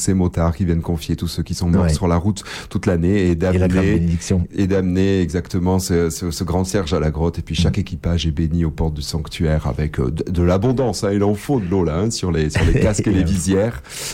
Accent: North, France; je suis originaire du Nord. Quand je vais dans le Nord, on me dit que j'ai l'accent du Sud, vous savez.

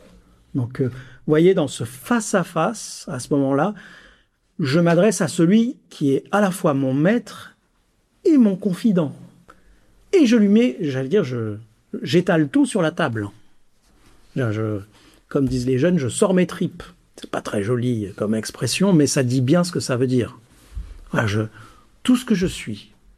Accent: Marseille, Provence-Alpes-Côte d'Azur, France; J'avais un professeur qui nous disait, qui était du Sud, j'ai grandi à Marseille

